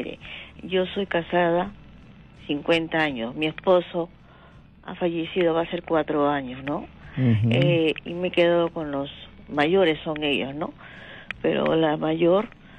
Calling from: Rímac, Lima, Peru

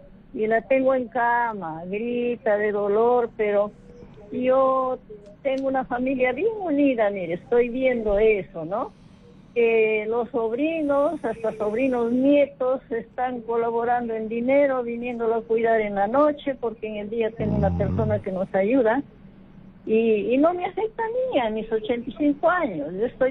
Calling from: Trujillo, La Libertad, Peru; de Trujillo.

